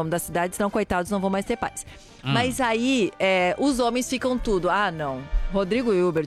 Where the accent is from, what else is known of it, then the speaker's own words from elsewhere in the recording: Rio Grande do Sul, Brazil; Combina? Eu sou gaúcha, então vou explicar. Ah. O churrasco no sul não é um petisco como vocês estão acostumados a fazer.